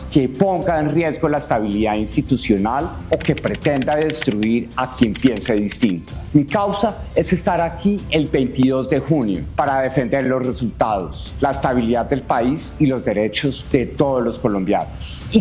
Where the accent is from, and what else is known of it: Colombia